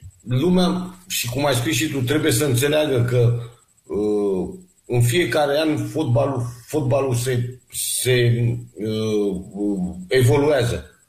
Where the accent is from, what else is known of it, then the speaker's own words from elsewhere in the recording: Romania; Noi suntem români și avem în ADN lucrul ăsta.